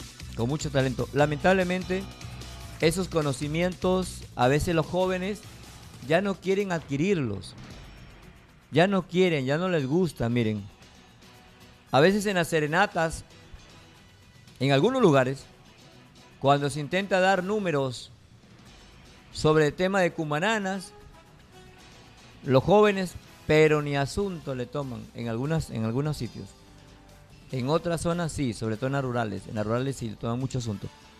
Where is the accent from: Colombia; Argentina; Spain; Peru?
Peru